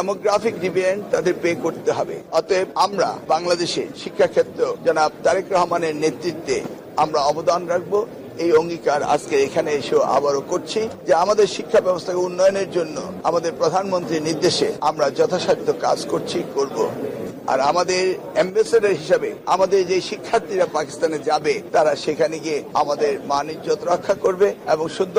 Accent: Bangladesh; আমি বাংলাদেশি হিসাবে চাইব আমাদের দেশেও আমাদের শিক্ষা প্রতিষ্ঠানগুলো এইভাবে উন্নতি সাধন করুক

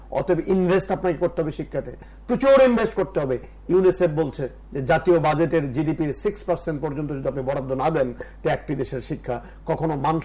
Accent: Bangladesh; born there; আমি খুশি বাংলাদেশের মানুষ হিসেবে, এই দেশে জন্মগ্রহণ করা একজন সন্তান হিসেবে

